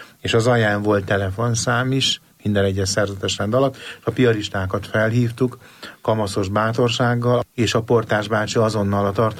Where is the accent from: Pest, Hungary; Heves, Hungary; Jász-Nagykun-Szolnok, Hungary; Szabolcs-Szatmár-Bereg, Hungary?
Heves, Hungary; Domoszló; also born or lived in Gyöngyös; Mátra vidéki gyerek vagyok, Gyöngyösen születtem, és a Gyöngyöshöz közeli Domoszló nevű falucskában voltam gyerek, és ott nőttem föl.